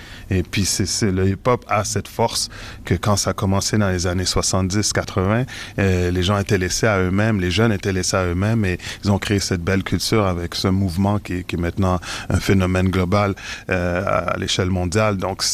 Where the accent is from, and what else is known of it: Quebec, Canada; born there; first language Haitian Creole; French is a second language